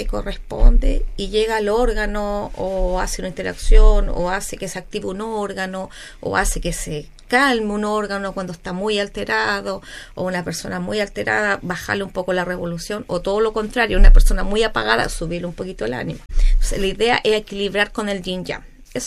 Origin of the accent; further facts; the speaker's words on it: Quenuir, Los Lagos, Chile; nosotros como somos de Kenuir tenemos que viajar en la barcaza